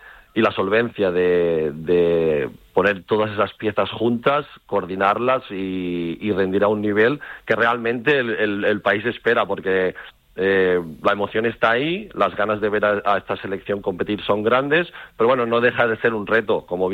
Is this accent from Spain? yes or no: yes; Catalonia, Spain; now in Sweden; amigos de casa, de Barcelona, pues siempre están ahí. Y aunque viva relativamente lejos de mi ciudad, de mi pueblo, siempre tenemos el momento durante el año para volver a casa y coger energías.